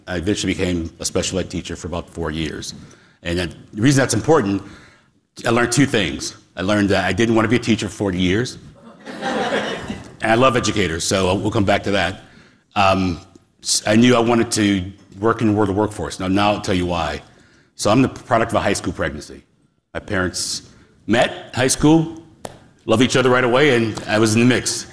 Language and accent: English; Wisconsin, United States; now in Pittsburgh, United States; I'm from Wisconsin originally. You know, I live in Pittsburgh now, but I'm not a Pittsburgher.